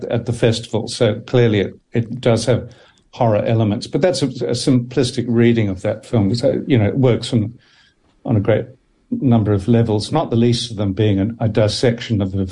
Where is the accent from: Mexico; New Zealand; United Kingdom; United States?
New Zealand; Dunedin, Otago; I mean, I grew up in Dunedin, and in Dunedin, you never really imagined that you would have a career on the screen of one kind or another.